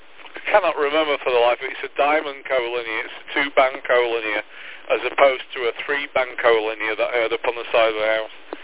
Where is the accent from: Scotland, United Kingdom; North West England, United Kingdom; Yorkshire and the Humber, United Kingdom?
Yorkshire and the Humber, United Kingdom; Sheffield; now in North Nottinghamshire, United Kingdom; I'm from Sheffield originally, and it's, the city is built on seven hills